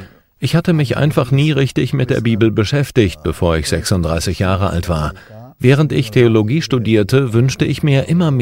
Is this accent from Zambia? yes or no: no; North Gyeongsang, South Korea; Aber ich komme aus Südkorea. Ich bin in der nördlichen Provinz Gyeongsang geboren und auch aufgewachsen.